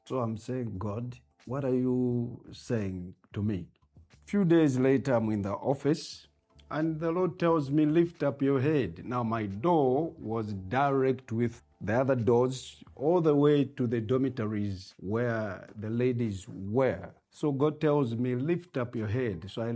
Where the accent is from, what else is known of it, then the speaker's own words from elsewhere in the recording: Petauke, Eastern Province, Zambia; also born or lived in Chipata / Copperbelt; now in Lusaka, Zambia; I grew up in Petauke, went to Chipata, came to the Copper Belt, and now I'm in Lusaka